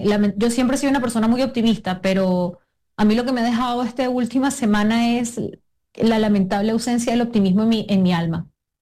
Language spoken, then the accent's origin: Spanish; Tanaguarena, La Guaira, Venezuela; now in United States; yo no puedo regresar a la casa, a la calle donde crecí, porque la zona donde crecí en Venezuela, en La Guaira, en Tanaguarena se llama específicamente